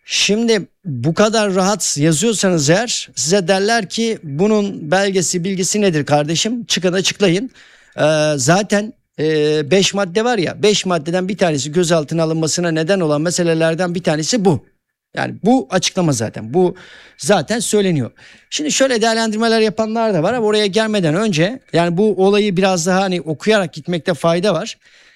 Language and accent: Turkish; Erzincan, Turkey; Ben çocuktum, ben de Erzincanlıyım.